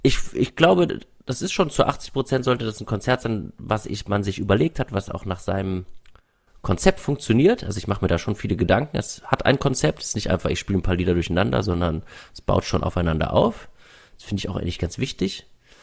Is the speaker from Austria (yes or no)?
no; Wuppertal, North Rhine-Westphalia, Germany; moved away as an adult; now in Berlin, Germany; ich komme aus Wuppertal ursprünglich, da habe ich auch die ersten 25 Jahre gelebt